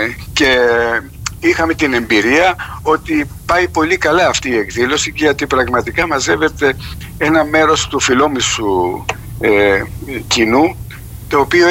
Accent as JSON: {"language": "Greek", "town": "Zakynthos", "region": "Ionian Islands", "country": "Greece", "said": "θέλουμε να είμαστε περήφανοι για την πατρίδα μας, γιατί η αγάπη προς τη Ζάκυνθο δεν μετριέται."}